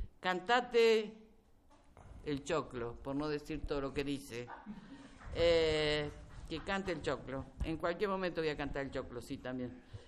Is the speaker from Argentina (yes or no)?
yes; Córdoba, Argentina; Soy cordobés, ¿viste?